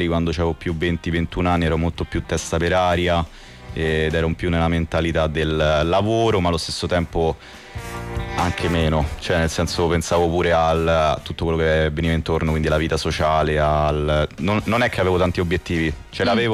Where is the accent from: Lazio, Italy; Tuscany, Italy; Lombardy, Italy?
Lazio, Italy; Rome; per quanto io non sono sardo, non ho parenti sardi, romano 100%